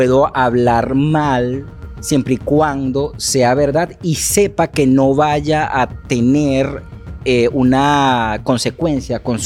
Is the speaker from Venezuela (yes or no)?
yes; Venezuela; moved away as an adult; nos pasaron muchas cosas en mi país, Venezuela, por lo cual decidí emigrar.